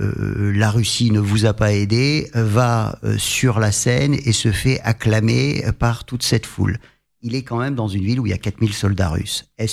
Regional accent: France; parce qu'on est français

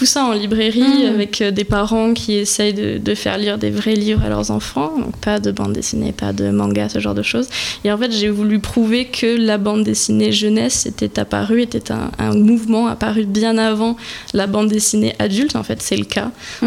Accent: Bordeaux, Nouvelle-Aquitaine, France; also born or lived in French Guiana; Donc, je suis née en Guyane française et j'ai fait la plupart de mes études sur Bordeaux. Donc là, je viens de Bordeaux.

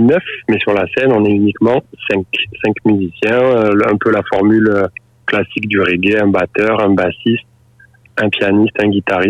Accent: Nouvelle-Aquitaine, France; On est originaire du sud-ouest de la France. Moi, par exemple, je suis dans les Pyrénées-Atlantiques.

